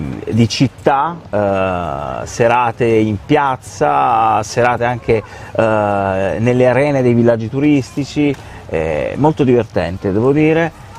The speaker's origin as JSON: {"language": "Italian", "town": "Taranto", "region": "Apulia", "country": "Italy", "moved": "yes", "lives_now": "Milan, Italy", "said": "sono di Taranto"}